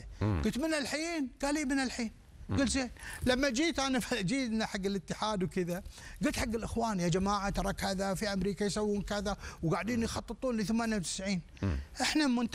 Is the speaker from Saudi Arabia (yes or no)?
yes; Saudi Arabia; يرضينا أو يرضي الشارع السعودي